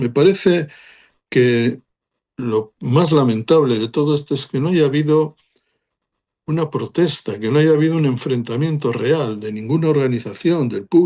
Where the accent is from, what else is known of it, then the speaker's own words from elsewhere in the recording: Spain; quiero que gane España. Además hay, no solamente porque es mi país